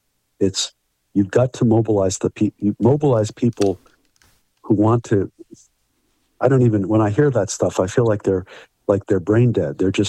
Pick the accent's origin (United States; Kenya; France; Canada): United States; New York; …, I'm a New Yorker, basically.